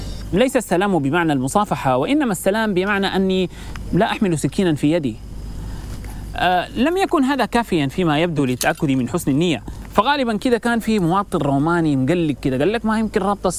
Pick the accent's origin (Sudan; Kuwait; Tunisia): Sudan; عندنا في السودان